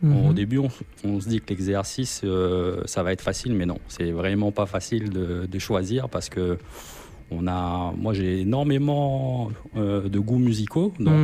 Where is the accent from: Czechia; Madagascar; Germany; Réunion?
Réunion; La Possession; moved away as an adult; Moi, je viens de La Réunion. Je suis originaire de La Possession. Et je suis né à La Possession.